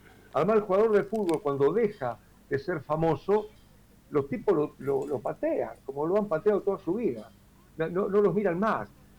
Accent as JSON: {"language": "Spanish", "town": "Bahía Blanca", "region": "Buenos Aires Province", "country": "Argentina", "tie": "born or raised there", "said": "Yo nací en Bahía Blanca, como ustedes saben, y me crié en un barrio que se llama Villa Mitre, ahí empecé a jugar."}